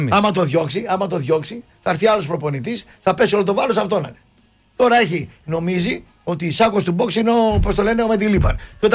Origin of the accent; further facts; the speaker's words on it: Greece; και εγώ σαν Έλληνας